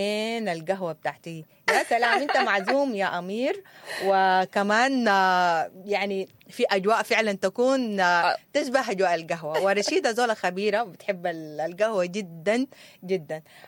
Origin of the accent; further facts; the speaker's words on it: Sudan; عارفين بلدنا السودان إنه يعوم فيها الخير والأمان والاستقرار وإنه نرجع لمكاننا وبلادنا وحلالنا وبيوتنا